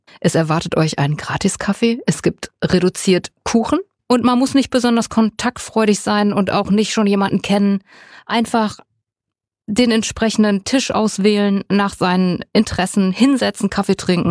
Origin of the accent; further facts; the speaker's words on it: Schleswig-Holstein, Germany; now in Münster, Germany; Ich komme aus Schleswig-Holstein und ich bin sehr mit dem Wasser verbunden.